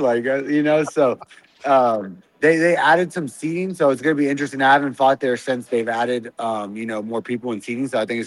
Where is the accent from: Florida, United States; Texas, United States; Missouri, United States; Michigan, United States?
Texas, United States; Houston; Born and raised in Houston, Texas.